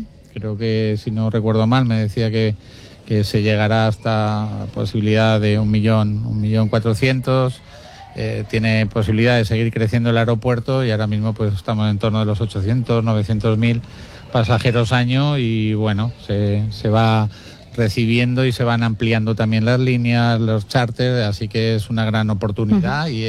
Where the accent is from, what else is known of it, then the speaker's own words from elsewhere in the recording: Galicia, Spain; born there; now in Alpujarra almeriense, Almería, Spain; Yo que soy gallego de nacimiento y ahora me han acogido aquí.